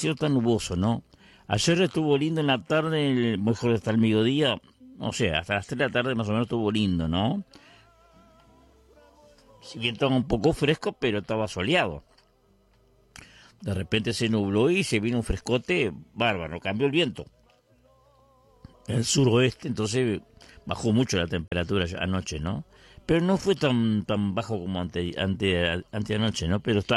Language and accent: Spanish; Vergara, Treinta y Tres, Uruguay; un saludo para toda la gente de mi pueblo, la gente de Vergara y la región